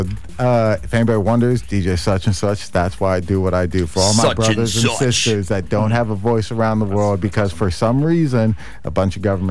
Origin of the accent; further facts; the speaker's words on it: United States; born there; I am an American Filipino, I'm first generation or, like, first born on this land.